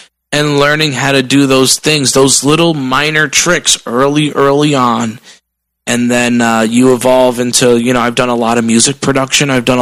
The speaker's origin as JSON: {"language": "English", "town": "Paterson", "region": "New Jersey", "country": "United States", "tie": "born or raised there"}